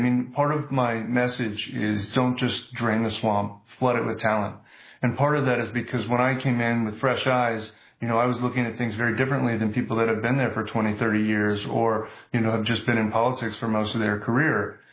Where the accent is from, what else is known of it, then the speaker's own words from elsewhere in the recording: New York City, New York, United States; I grew up in New York City, actually.